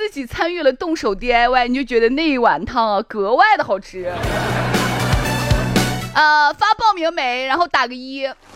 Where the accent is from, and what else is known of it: China